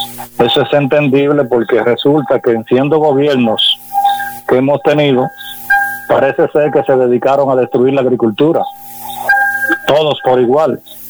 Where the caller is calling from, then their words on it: Dominican Republic; Yo como dominicano no recibo ni siquiera una menta de la mina de oro.